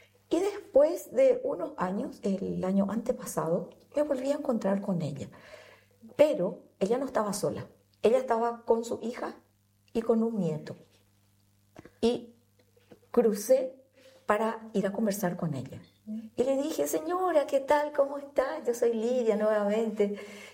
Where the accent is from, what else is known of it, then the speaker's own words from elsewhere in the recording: Paraguay; nosotros somos así, los paraguayos